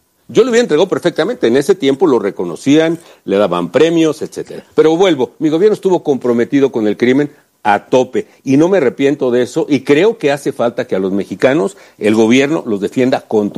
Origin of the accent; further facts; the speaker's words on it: Mexico; yo soy tan mexicano